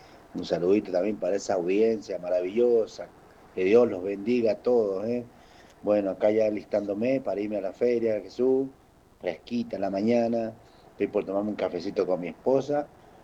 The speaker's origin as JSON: {"language": "Spanish", "region": "Córdoba", "country": "Argentina", "said": "Soy cordobés."}